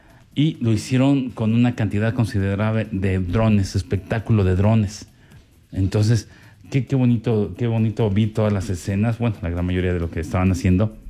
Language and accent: Spanish; Mexico; somos mexicanos y que nos reconocen en cualquier parte del mundo